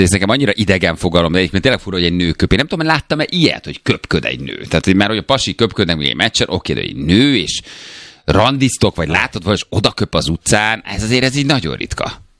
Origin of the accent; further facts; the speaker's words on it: Nyíregyháza, Szabolcs-Szatmár-Bereg, Hungary